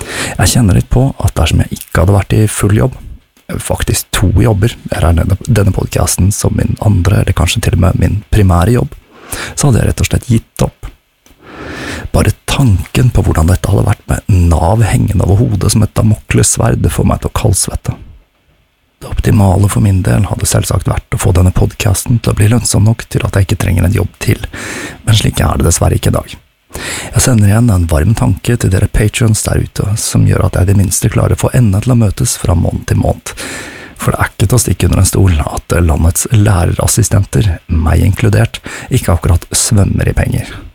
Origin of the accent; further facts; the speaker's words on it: Oslo, Norway; moved away; Nå som jeg har flyttet tilbake til min hjemby Oslo